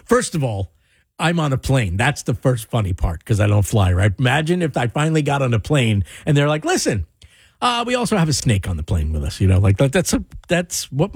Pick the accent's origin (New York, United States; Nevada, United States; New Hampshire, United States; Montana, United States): New York, United States; Staten Island; Listen, I am a guy from Staten Island. Staten Island guys, in my experience, do not come armed with the knowledge of how to handle wild animals in a home.